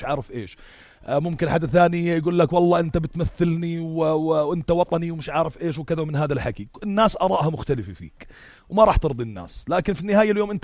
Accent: Jordan; أنا كأردني

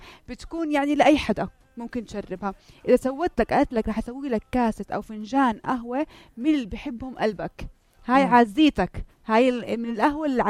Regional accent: Jordan

